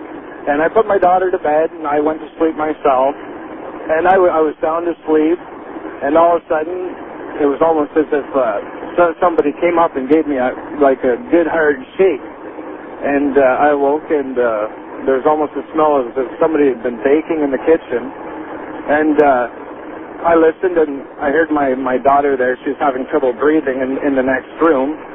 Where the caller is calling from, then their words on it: Kingston, Ontario, Canada; I'm calling you from Kingston, Ontario, Canada.